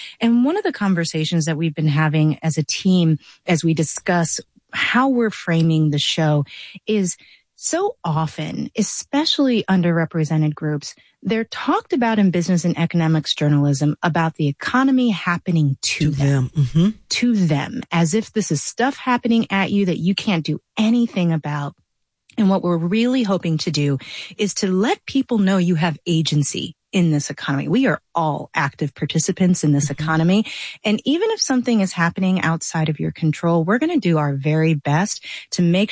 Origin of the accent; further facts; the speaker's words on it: St. Louis, Missouri, United States; I grew up in St. Louis, Missouri, where we had extreme racial, economic, and class divides that were visible all the time.